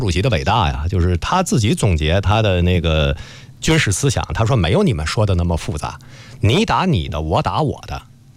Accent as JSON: {"language": "Chinese", "country": "China", "said": "到现在我们中国人要引领和制定规则"}